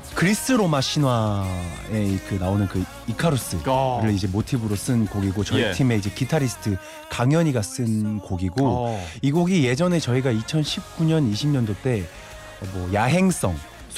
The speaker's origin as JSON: {"language": "Korean", "region": "Ulsan", "country": "South Korea", "moved": "yes", "said": "울산 사람으로서"}